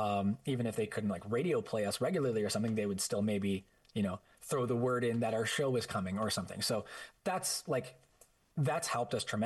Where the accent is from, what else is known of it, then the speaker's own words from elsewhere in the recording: Prince George, British Columbia, Canada; moved away as an adult; now in Calgary, Canada; that was my hometown for most of my growing up, and then, you know, my young adult life and stuff like that too.